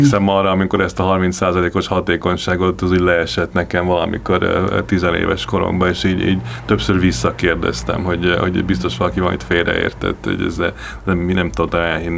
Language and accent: Hungarian; Budapest, Hungary; És nagyon szép látni azt a budai környéken, ahol én felnőttem, hogy az autók lehetetlené teszik az autók haladását.